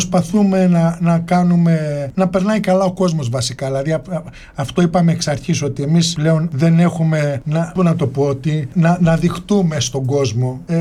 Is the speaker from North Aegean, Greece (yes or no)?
no; Heraklion, Crete, Greece; moved away as an adult; now in Switzerland; Εγώ ήρθα στην Ελβετία το 2015. Ήρθα πριν 11 χρόνια. Είμαι από το Ηράκλειο, από την Κρήτη.